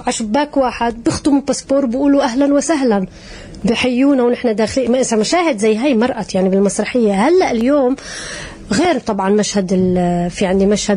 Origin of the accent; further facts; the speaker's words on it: Syria; أنا كلاجئة فلسطينية سورية